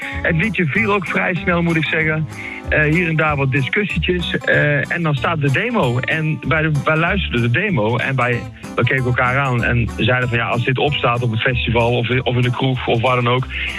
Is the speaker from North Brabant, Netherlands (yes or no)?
yes; Oss, North Brabant, Netherlands; Nou, ik kom dan uit Os, hè. Ja. Nou, gezellige Brabant.